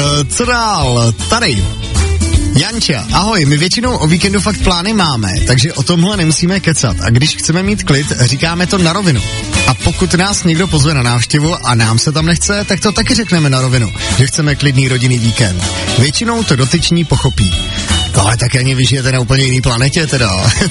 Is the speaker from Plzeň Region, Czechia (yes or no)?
yes; Plzeň, Plzeň Region, Czechia; to u nás jako na západě Čech vždycky fungovalo. Já jsem z Plzně a tam prostě